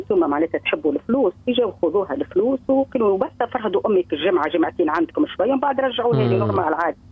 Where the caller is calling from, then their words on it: Tunisia; أنا من تونس